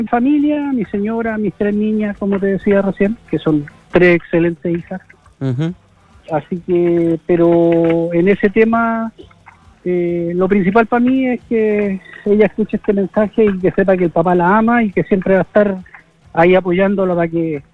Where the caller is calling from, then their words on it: Limache, Valparaíso, Chile; Yo ahora estoy en el Belloto, pero estamos asentados en Limache nosotros con mi familia